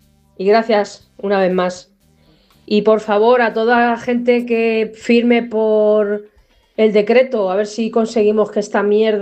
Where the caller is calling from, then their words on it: Fuenlabrada, Community of Madrid, Spain; de Fuenla.